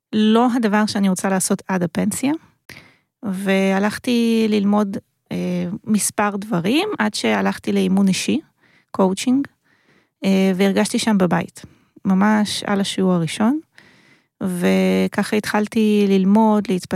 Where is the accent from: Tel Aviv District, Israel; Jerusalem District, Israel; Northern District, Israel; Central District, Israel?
Central District, Israel; Rishon LeZion; אני מראשון לציון